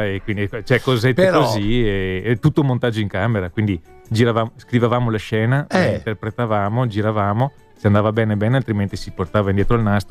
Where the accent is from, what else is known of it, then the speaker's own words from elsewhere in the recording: Malo, Veneto, Italy; born there; Io sono nato a Malo